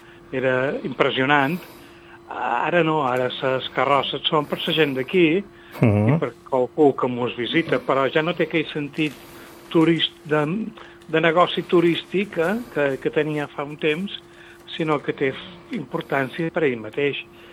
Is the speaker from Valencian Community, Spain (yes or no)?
no; Ciutadella, Balearic Islands, Spain; now in Alaior, Spain; Jo som natural de Ciutadella.